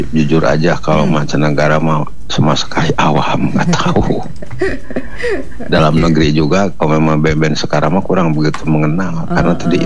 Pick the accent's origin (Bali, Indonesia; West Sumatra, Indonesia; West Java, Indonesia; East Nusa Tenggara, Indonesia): West Java, Indonesia; Bandung; now in Bogor, Indonesia; Ya dari Jawa Barat yang kebetulan saya dari Bandung Timur tapi sekarang lagi ada di Bogor.